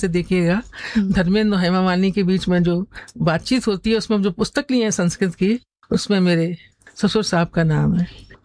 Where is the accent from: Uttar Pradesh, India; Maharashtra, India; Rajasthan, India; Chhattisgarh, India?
Uttar Pradesh, India; Firozabad; born there; now in Agra, India; मेरा जन्म 1961 में हुआ था, फिरोजाबाद में